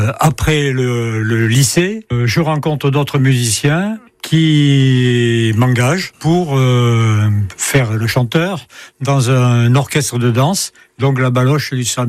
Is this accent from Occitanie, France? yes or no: yes; Mazamet, Occitanie, France; born there; also born or lived in Carcassonne; quand je suis à Mazamet, d'abord à Carcassonne